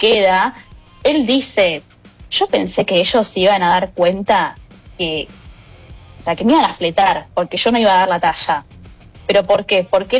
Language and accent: Spanish; United Kingdom; pueden conseguir a alguien incluso que sea de Australia, yo soy de Reino Unido, o sea, opciones hay miles y sin embargo me eligieron a mí.